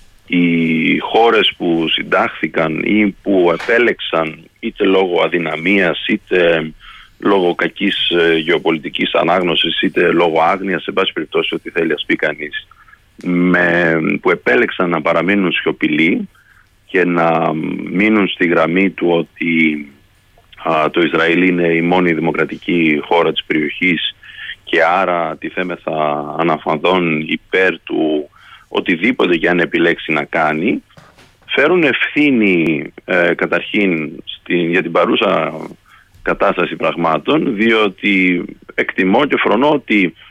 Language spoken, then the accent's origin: Greek; Greece; και αυτό το λέω και σαν Έλληνας